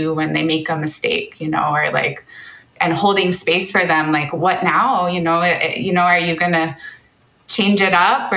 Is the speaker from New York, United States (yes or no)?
no; Maui, Hawaii, United States; now in Kaneohe, United States; I'm the director of Wisdom Circles Oceania. And I am born and raised on Maui, and I live on Oahu now in Kaneohe.